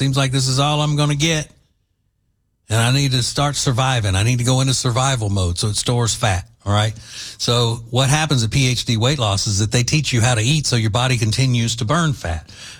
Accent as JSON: {"language": "English", "region": "Louisiana", "country": "United States", "tie": "born or raised there", "said": "I grew up in Louisiana, as most of you know that listen to this show."}